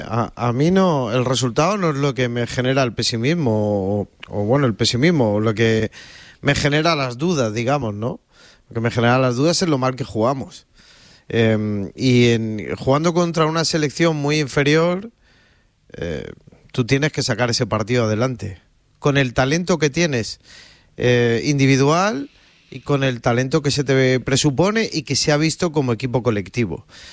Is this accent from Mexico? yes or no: no; Spain; ¿Que somos menos españoles o menos de la selección por decir las verdades?